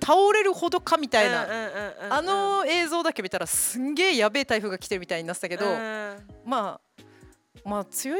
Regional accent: Okinawa, Japan; 私は沖縄市の人間なんで

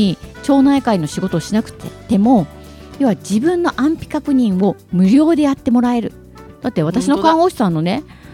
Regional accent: Fukuoka, Japan; moved away; 私も出身が福岡で

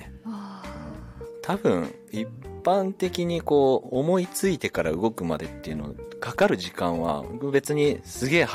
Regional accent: Otaru, Hokkaido, Japan

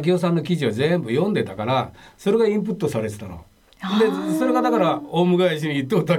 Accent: Oita, Japan; born there; 九州の大分県です。

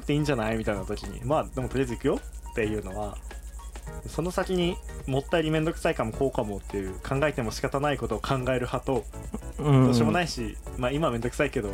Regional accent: Omagari, Akita, Japan; その中でですね、僕らはこう大曲の出身なので、まあ、三井できる前どうだったかなとか

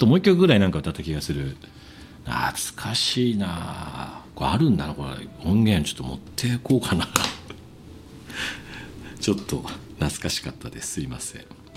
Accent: Kawagoe, Saitama, Japan; 私埼玉の川越出身で、

